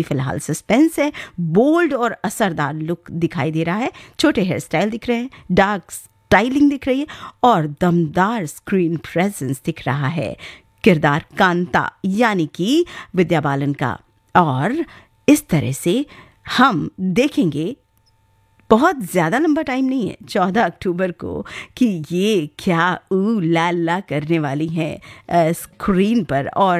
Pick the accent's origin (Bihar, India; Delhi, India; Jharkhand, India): Delhi, India; कि बॉम्बे तो मेरा शहर नहीं है, दिल्ली है